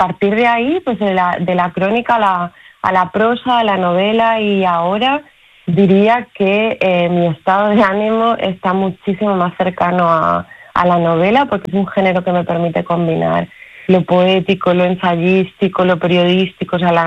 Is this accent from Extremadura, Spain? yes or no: yes; Badajoz, Extremadura, Spain; also born or lived in Castro del Río; Yo crecí en Badajoz, pero toda mi familia es de Córdoba, concretamente de un pueblecito que se llama Castro del Río.